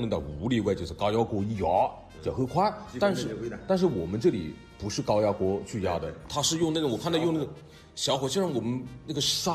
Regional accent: Changde, Hunan, China; 像我们是常德吃那个脖子菜一样

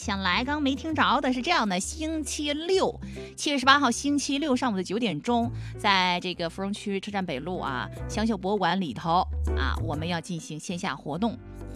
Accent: Changsha, Hunan, China; 作为一个长沙人

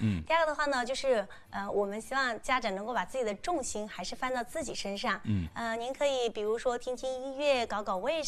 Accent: China; 我们中国人

